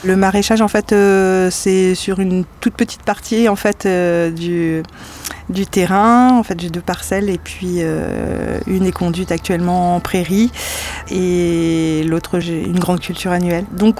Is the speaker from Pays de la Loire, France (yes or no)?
no; Callac, Brittany, France; moved away; moi j'ai grandi en centre-Bretagne, à Calac, donc dans un milieu assez rural